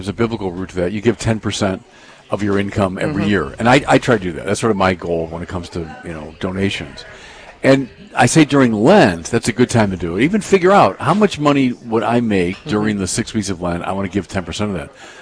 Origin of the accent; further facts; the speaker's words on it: Chicago, Illinois, United States; moved away as an adult; also born or lived in Los Angeles; now in Minnesota, United States; so I'm from Chicago originally. Mm-hmm. And I was very happy in Chicago.